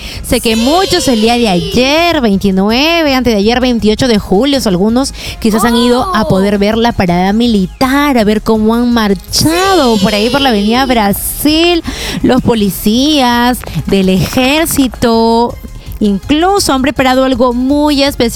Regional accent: Peru

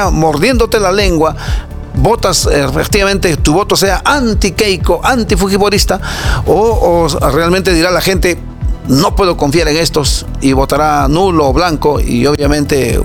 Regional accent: Andes, Peru; yo soy quechua, soy andino, amazónico

